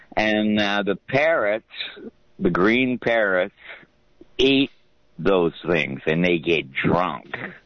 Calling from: Santa Cruz, California, United States; Here in Santa Cruz.

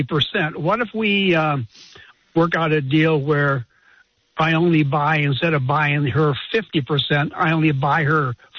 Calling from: California, United States; in SoCal.

